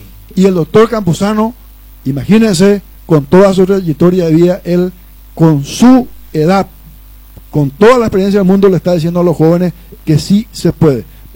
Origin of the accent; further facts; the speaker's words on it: Coronel Oviedo, Caaguazú, Paraguay; Gracias al voto de mis compoblanos obetenses